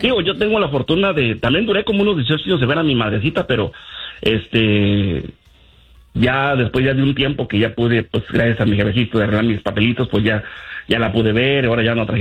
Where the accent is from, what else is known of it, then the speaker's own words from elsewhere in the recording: Mexico; Yo soy mexicano hasta las cachas